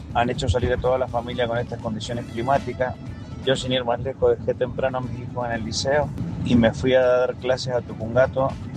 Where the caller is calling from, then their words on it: Luján, Buenos Aires Province, Argentina; de Luján, soy docente.